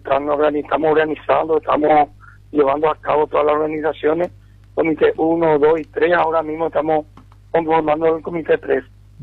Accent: Presidente Franco, Alto Paraná, Paraguay; franqueño de cepa. Somos nacidos y criados en Ciudad Presidente Franco

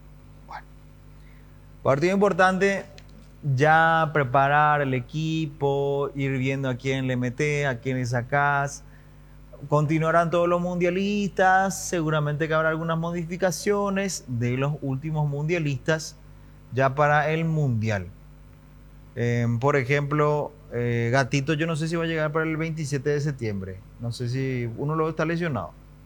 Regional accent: Paraguay

